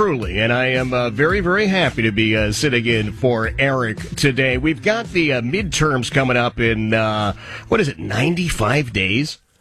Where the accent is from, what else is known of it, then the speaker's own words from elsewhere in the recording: Philadelphia, Pennsylvania, United States; I grew up in Oxford Circle, Philadelphia. We were all Democrats, every single one of us.